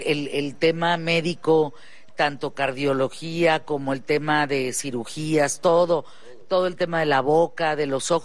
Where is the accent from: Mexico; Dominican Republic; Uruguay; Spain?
Mexico; Hidalgo del Parral, Chihuahua; born there; now in Ciudad Juárez, Mexico; yo nací en Parral, Chihuahua, somos de acá, de la zona.